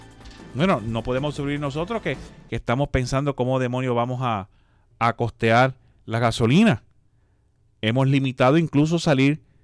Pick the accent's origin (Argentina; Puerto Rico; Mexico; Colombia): Puerto Rico; Yo soy boricua, para que tú lo sepas.